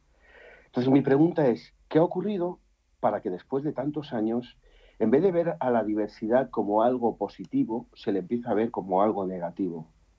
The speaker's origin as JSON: {"language": "Spanish", "region": "Balearic Islands", "country": "Spain", "said": "Yo soy español y soy mallorquín."}